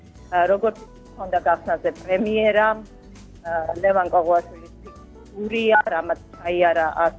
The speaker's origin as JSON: {"language": "Georgian", "region": "Guria", "country": "Georgia", "said": "მე გურული ვარ."}